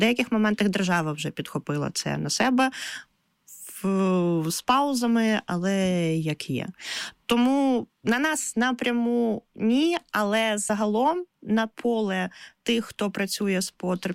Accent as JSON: {"language": "Ukrainian", "town": "Kherson", "region": "Kherson Oblast", "country": "Ukraine"}